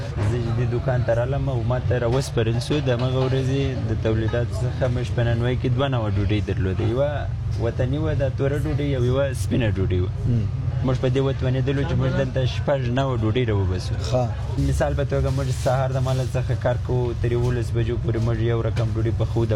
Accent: Helmand, Afghanistan; now in Kabul, Afghanistan; اصل کې د هلمند ولایت اوسیدونکی یم، پهلن ژوند کابل کې کوم.

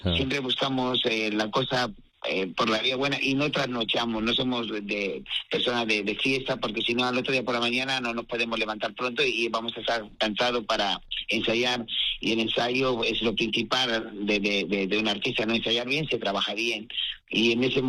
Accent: Spain; Soy español

